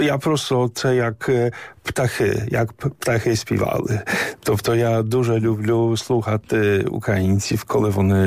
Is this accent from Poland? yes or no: yes; Poland; Ukrainian is a second language; Але, ну, я Поляк. Вони були Поляки, римокатолики. Тобто в мене немає жодної ідентичності української.